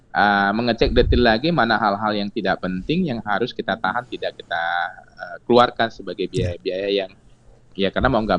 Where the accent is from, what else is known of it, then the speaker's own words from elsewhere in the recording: Merauke, South Papua, Indonesia; Kebetulan saya dari salam dari Merauke, saya dari Papua Selatan.